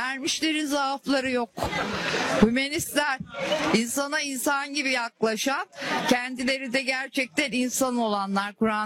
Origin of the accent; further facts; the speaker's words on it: Istanbul, Turkey; Ben İstanbul doğumluyum, Kasımpaşa doğumluyum.